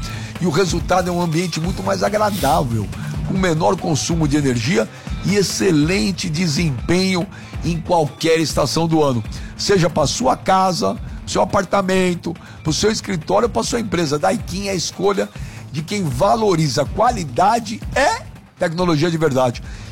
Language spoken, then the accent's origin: Portuguese; Brazil; sou brasileiro